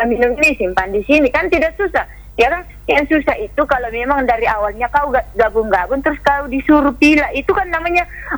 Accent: Makassar, South Sulawesi, Indonesia; Contoh dari saya dari Kota Daeng kok ke sini, alhamdulillah subur tanamanku.

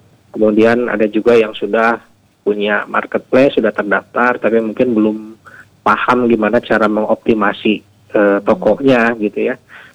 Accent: Bandung, West Java, Indonesia; Kadang-kadang kita orang Bandung yang sendiri malah ketinggalan gitu

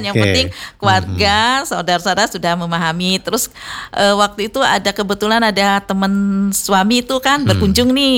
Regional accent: Palembang, South Sumatra, Indonesia; now in Semarang, Indonesia; saya orang Palembang ya Mas ya, pendatang ke sini ya

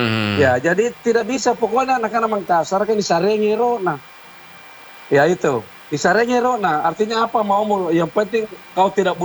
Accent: South Sulawesi, Indonesia; moved away; also born or lived in Papua; kalau kita orang Makassar itu, Bugis Makassar itu

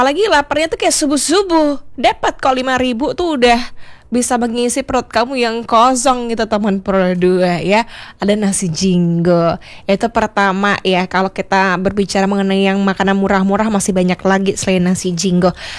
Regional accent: Bali, Indonesia; aku sebagai orang yang lahir besar di Bali sangat amat nyaman untuk tinggal di Bali

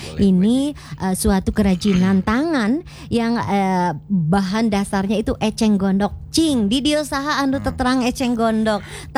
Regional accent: West Java, Indonesia; Berhubung kita orang Sundanya, ya, Akang.

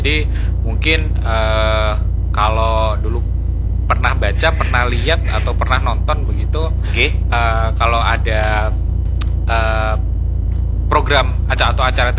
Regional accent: Java, Indonesia; Dan berhubung saya juga orang Jawa begitu, mungkin sekaligus menjawab tadi perspektif orang Jawa itu seperti apa sih gitu kan.

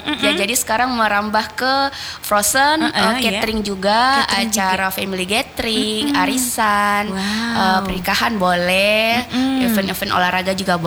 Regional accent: Sulawesi, Indonesia; sebenarnya saya orang Sulawesi asli. Sebenarnya orang Sulawesi. Bapak Bugis, Mama Makassar.

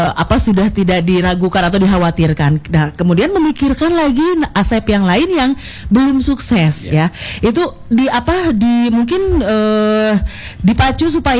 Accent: West Java, Indonesia; kemudian juga kita sebagai orang Sunda gitunya, yang apa praktisi seni

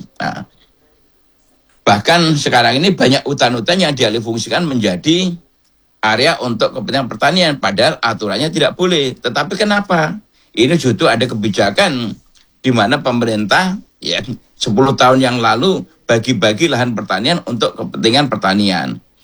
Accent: Central Java, Indonesia; saya orang Jawa ya, orang Jawa Tengah.

